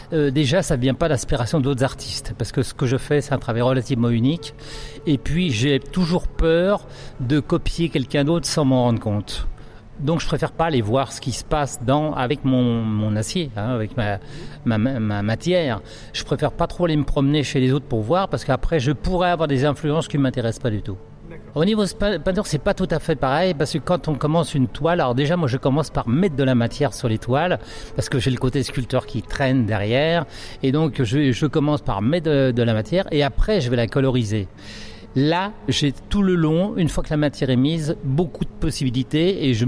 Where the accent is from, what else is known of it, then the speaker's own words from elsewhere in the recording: Castillon-du-Gard, Occitanie, France; Alors, je viens de Castillon-du-Gard, juste à côté du pont du Gard, mais vraiment à côté.